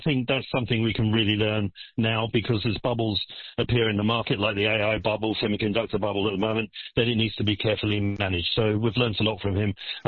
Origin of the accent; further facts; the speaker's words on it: United Kingdom; I'm British, right?